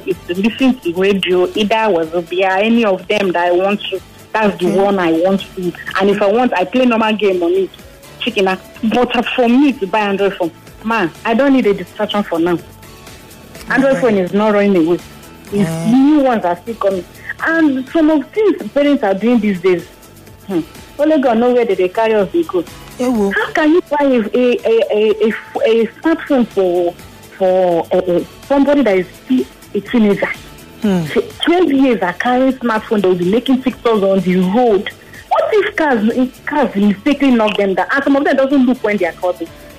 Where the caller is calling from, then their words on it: Lekki, Lagos, Nigeria; I'm calling from Lekki.